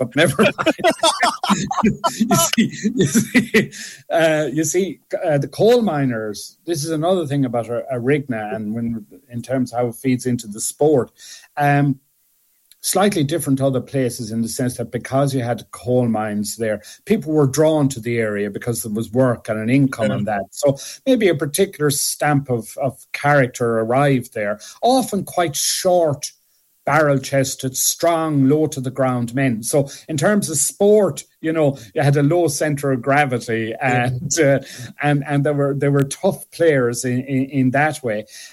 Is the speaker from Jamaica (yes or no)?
no; Arigna, Connacht, Ireland